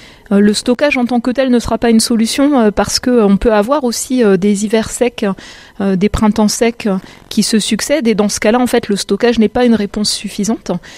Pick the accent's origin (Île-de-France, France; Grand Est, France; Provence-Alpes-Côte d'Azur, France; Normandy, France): Grand Est, France; j'ai grandi en Lorraine. Je passais mes vacances d'été en Bretagne